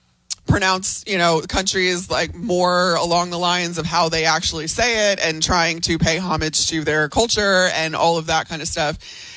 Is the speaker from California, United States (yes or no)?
no; Chicago, Illinois, United States; born or raised there